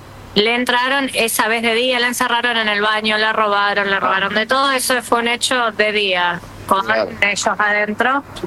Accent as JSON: {"language": "Spanish", "town": "San Justo", "region": "Buenos Aires Province", "country": "Argentina", "tie": "born or raised there", "said": "O sea, yo soy de San Justo toda la vida y San Justo está muy feo, San Justo está muy inseguro"}